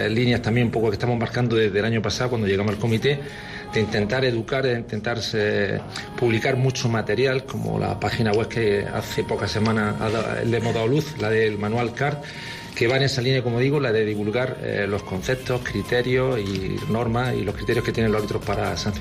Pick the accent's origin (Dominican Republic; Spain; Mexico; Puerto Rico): Spain; Almería, Andalusia; Añado que estoy en mi tierra, con conocidos de cara de periodistas que he tenido la suerte de conocer cuando he sido árbitro muchos años.